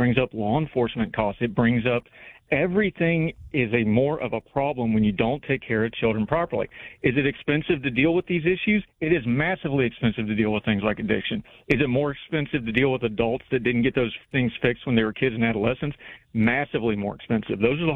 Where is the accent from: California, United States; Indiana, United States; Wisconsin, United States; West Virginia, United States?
West Virginia, United States; Summersville; I come from Somersville, West Virginia, 2,800 to 3,000 people.